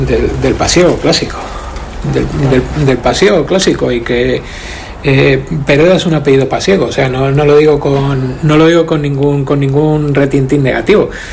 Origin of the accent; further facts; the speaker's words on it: Torrelavega, Cantabria, Spain; born there; yo que soy de Torrelavega, que nací aquí